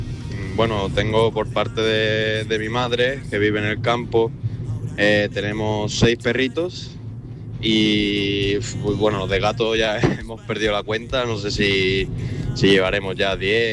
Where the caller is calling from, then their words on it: Seville, Andalusia, Spain; de Sevilla.